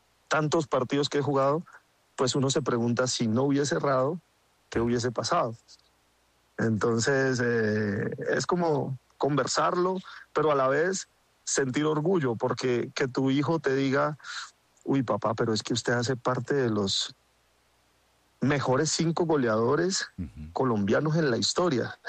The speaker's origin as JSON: {"language": "Spanish", "country": "Colombia", "said": "pues como colombiano y como jugador de fútbol activo, tuve la ilusión y tuve el deseo de poder estar."}